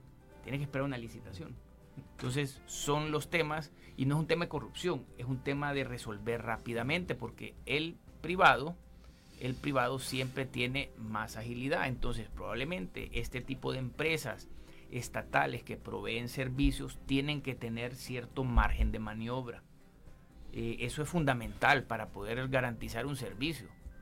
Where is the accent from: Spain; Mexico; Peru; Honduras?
Honduras